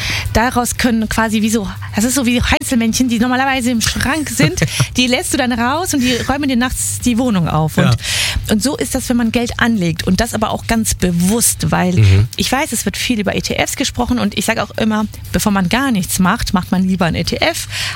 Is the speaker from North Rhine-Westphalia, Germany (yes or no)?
yes; Wuppertal, North Rhine-Westphalia, Germany; moved away as an adult; also born or lived in Düsseldorf; now in Munich, Germany; Ich bin in Wuppertal groß geworden.